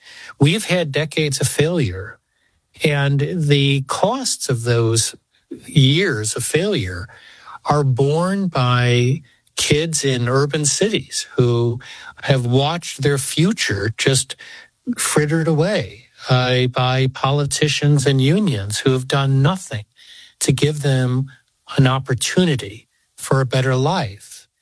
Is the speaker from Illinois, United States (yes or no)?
yes; Chicago, Illinois, United States; now in Northern Virginia, United States; I grew up in Chicago.